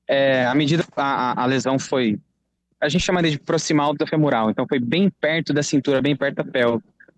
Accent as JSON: {"language": "Portuguese", "town": "Uberlândia", "region": "Minas Gerais", "country": "Brazil", "said": "Eu sou de Uberlândia, Minas Gerais, formado pela Universidade Federal de Uberlândia."}